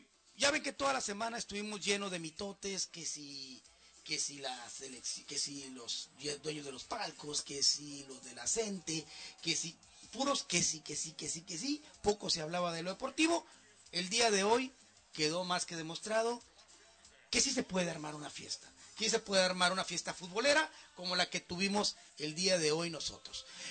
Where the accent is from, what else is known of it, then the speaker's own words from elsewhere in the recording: Mexico; cómo somos los mexicanos